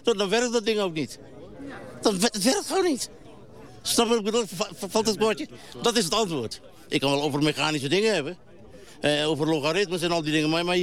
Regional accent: Rotterdam, South Holland, Netherlands; also born or lived in Vriezen; Ik zat dus de boeren, hè. In Groningen, in Vriezen en zo. Maar ik kwam uit Rotterdam. Nou, dat was wel eventjes even wennen.

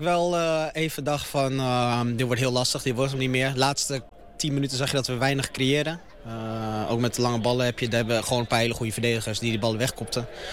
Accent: Assen, Drenthe, Netherlands; Ik kom hier uit Assen, ik ken alle mensen hier.

